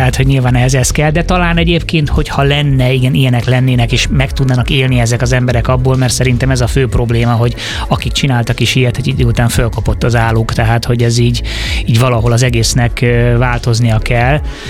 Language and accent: Hungarian; England, United Kingdom; legalábbis én Angliában nőttem föl, ott arra használták, hogy edukálják az embereket ilyen témákban.